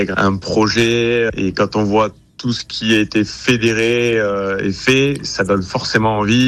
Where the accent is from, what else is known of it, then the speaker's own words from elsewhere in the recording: Auvergne-Rhône-Alpes, France; moved away; j'ai grandi quand même en Haute-Savoie, c'est pas très très loin, donc on se rapproche aussi un peu de la famille.